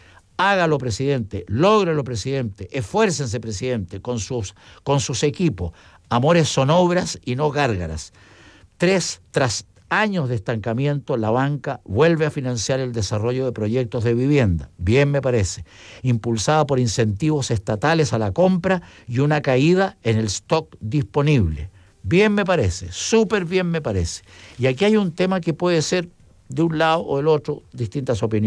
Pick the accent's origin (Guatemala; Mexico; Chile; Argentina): Chile; lo digo con mucho respeto como chileno común y corriente.